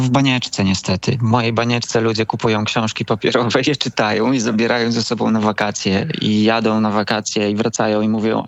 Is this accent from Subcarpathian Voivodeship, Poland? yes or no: yes; Sanok, Subcarpathian Voivodeship, Poland; now in Bydgoszcz, Poland; ja pochodzę z Sanoka.